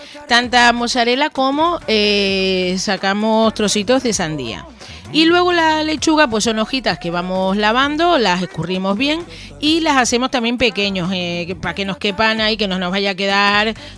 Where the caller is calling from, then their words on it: Tegueste, Canary Islands, Spain; de Las Toscas, de Tegueste.